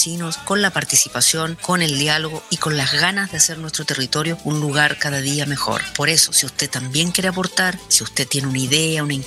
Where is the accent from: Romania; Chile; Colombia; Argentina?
Chile; de nuestra cultura y de aquello que nos une como chilenos